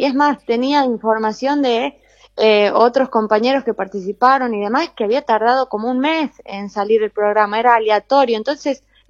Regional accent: Olta, La Rioja, Argentina; yo no soy de La Rioja, yo no soy de la capital, yo soy de Olta, yo soy del interior.

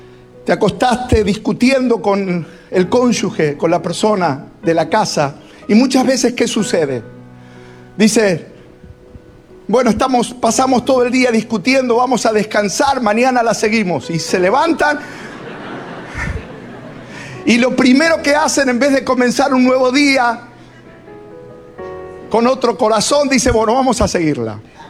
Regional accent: Argentina; los problemas que pasamos como argentinos

